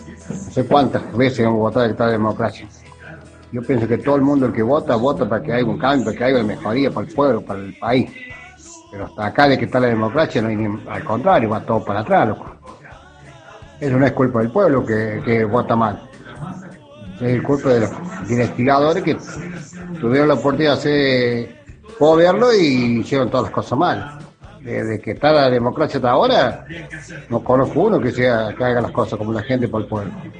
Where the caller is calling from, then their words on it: Villa Mercedes, San Luis, Argentina; de Villa Mercedes.